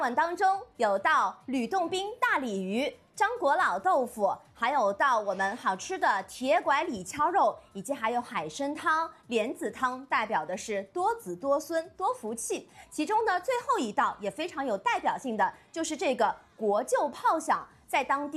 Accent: Shanghai, China; 我们上海人

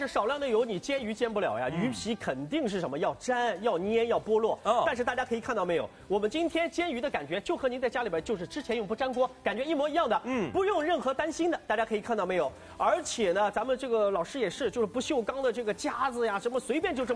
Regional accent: Shanghai, China; 咱们上海人特别喜欢用的这个

